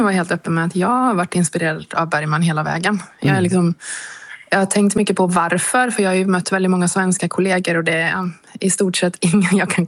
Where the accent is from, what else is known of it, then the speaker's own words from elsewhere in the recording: Borås, Västra Götaland County, Sweden; jag är född och uppvuxen i Borås och jag är sverigefinsk